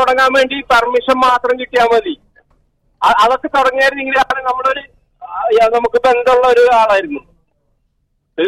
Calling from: Kerala, India; നമ്മള് കേരളത്തില്

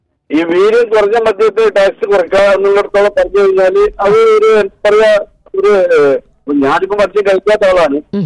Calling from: Sharjah, United Arab Emirates

